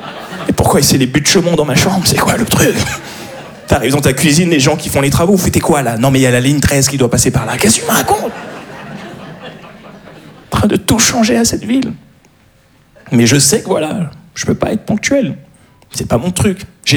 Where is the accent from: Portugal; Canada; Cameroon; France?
France; Paris, Île-de-France; Je suis un parisien, voilà ce que je suis.